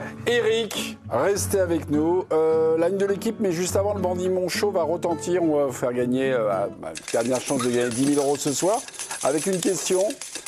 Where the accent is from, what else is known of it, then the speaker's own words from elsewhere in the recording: France; Je suis français, j'ai joué une demi-finale de mondial.